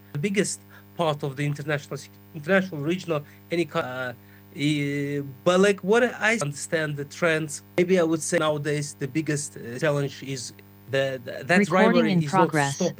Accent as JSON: {"language": "English", "country": "Kazakhstan", "second_language": "English", "said": "I'm from Kazakhstan. But my origins goes to South Caucasus. Like originally, my father is from Azerbaijan."}